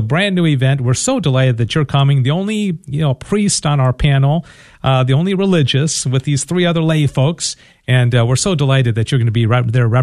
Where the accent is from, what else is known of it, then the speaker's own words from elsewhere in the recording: Dallas, Texas, United States; I'm from Dallas, and we're trying to get a station.